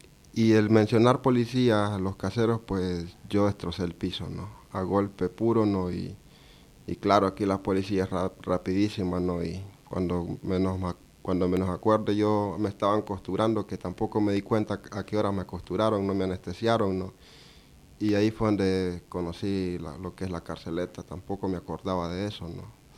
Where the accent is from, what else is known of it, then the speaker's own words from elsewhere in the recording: Nicaragua; moved away as an adult; now in Spain; creí que iba a volverme a Nicaragua